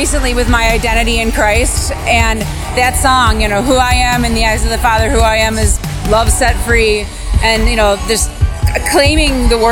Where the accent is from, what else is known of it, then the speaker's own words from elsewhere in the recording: Madison, Wisconsin, United States; I'm from Madison.